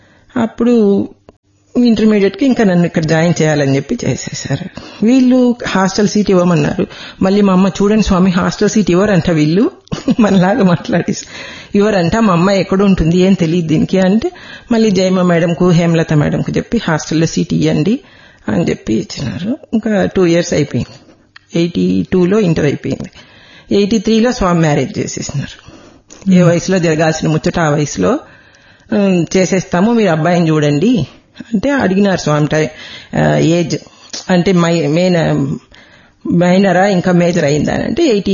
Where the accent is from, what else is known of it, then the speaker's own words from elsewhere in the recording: Katpadi, Tamil Nadu, India; born there; నేను కూడా అక్కడే పుట్టాను కాట్పాడిలో ఉన్నప్పుడు 65